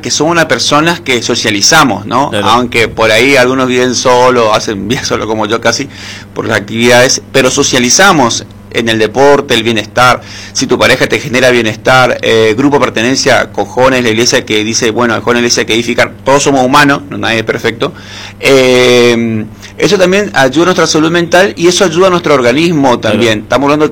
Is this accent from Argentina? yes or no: yes; Posadas, Misiones, Argentina; moved away; yo soy de Posadas